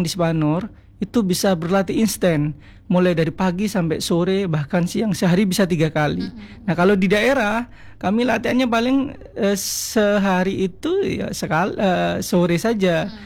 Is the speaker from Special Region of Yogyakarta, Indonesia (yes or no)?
no; Sampang, East Java, Indonesia; kalau di Madura itu daerah saya, Pak. Kebetulan saya dari Madura.